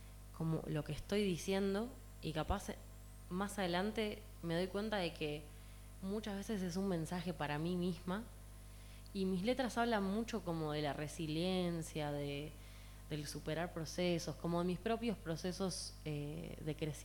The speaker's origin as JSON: {"language": "Spanish", "region": "Buenos Aires", "country": "Argentina", "moved": "as an adult", "lives_now": "Buenos Aires western suburbs, Argentina", "said": "yo soy de Capital Federal, pero ahora estoy viviendo en zona oeste. Me escapé un poco del ruido de la ciudad."}